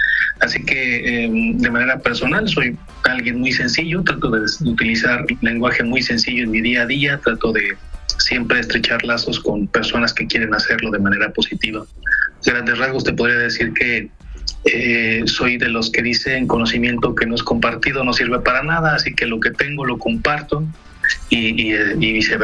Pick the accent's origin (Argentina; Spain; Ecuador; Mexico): Mexico; El español que nos identifica como mexicanos es muy diferente del español de Centroamérica por la cultura, en Sudamérica igual, en Europa.